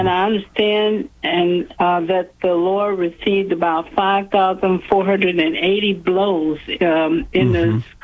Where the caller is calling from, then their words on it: Kansas City, Missouri, United States; I'm calling from Kansas City